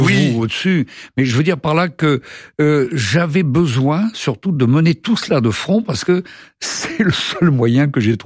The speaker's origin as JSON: {"language": "French", "town": "Bordeaux", "region": "Nouvelle-Aquitaine", "country": "France", "tie": "born or raised there", "said": "Ce quartier, c'était à refaire, c'était une enfance de quartier avec une bienveillance de tout le monde. C'était l'après-guerre, bien sûr."}